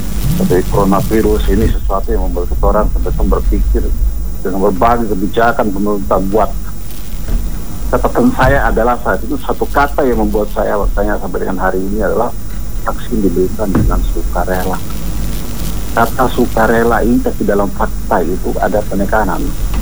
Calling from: Yogyakarta, Special Region of Yogyakarta, Indonesia; Dari jauh salam saya dari Kota Jogja untuk semua di Pak-Pak.

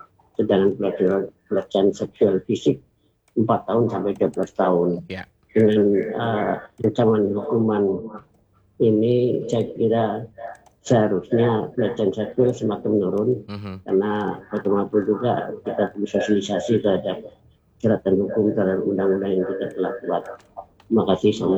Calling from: Kijang, Riau Islands, Indonesia; Kampung Kolong 6, kampung kami di sini, di Kijang Kota.

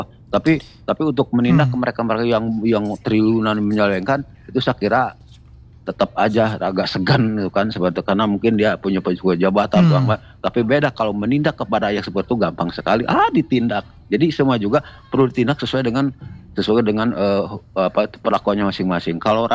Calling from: West Java, Indonesia; di daerah saya sendiri ya, Jawa Barat.

